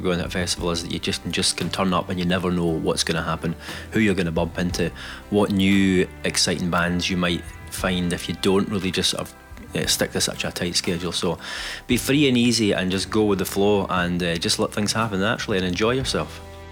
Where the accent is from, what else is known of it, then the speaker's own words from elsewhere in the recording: Scotland, United Kingdom; as a Scottish football fan